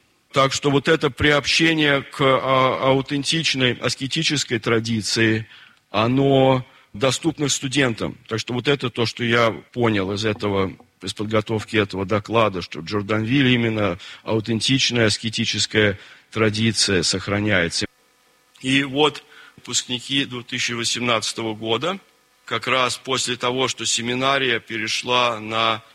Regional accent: Moscow, Russia; Ну и я из Москвы.

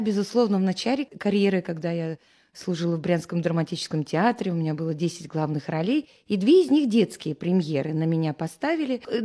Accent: Yaroslavl, Yaroslavl Oblast, Russia; moved away as an adult; now in Saint Petersburg, Russia; папа мой здесь родился, а уже я родилась в Ярославле, как-то, ну, осели, ассимилировались

